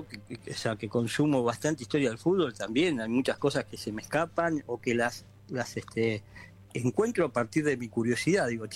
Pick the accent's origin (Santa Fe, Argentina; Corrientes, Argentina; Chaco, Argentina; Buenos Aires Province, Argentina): Buenos Aires Province, Argentina; Monte Grande; mis dos o tres cuadras de niño en Montegrande